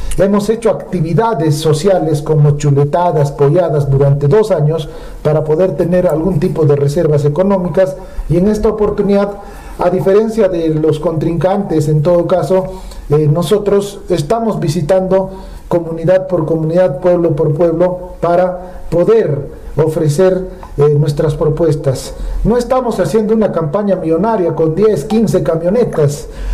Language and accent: Spanish; Apurímac, Peru; now in Talavera, Peru; vive en Apurímac, es apurimeño. … trabaja, vive en Apurímac. Vivo en Talavera